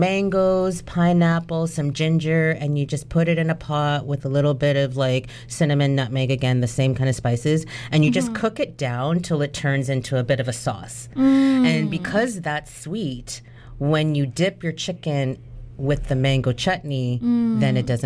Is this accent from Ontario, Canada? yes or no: yes; Toronto, Ontario, Canada; I was born in Canada, I was born in Toronto, you know, my parents are Jamaican immigrants, but I was raised in this country, so I was raised with other nationalities and stuff like that.